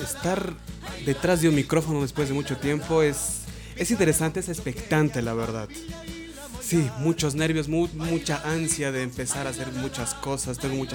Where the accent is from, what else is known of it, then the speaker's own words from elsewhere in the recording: Yacuiba, Tarija, Bolivia; yo soy de Yacuiba, creo.